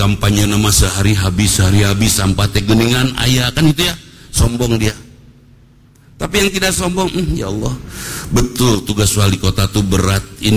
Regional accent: West Java, Indonesia; Aya bahasa kita orang Sunda.

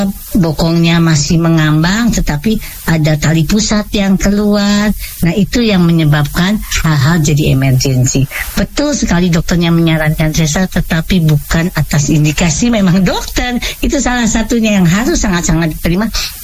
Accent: Wonosobo, Central Java, Indonesia; born there; moved away; di Wonosobo, tempat kelahiran saya

